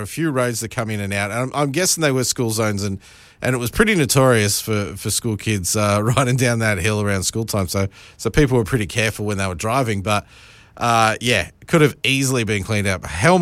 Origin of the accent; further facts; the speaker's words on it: Lithgow, New South Wales, Australia; I actually had to catch a bus from my hometown of Lithgow and go to Bathurst at one stage.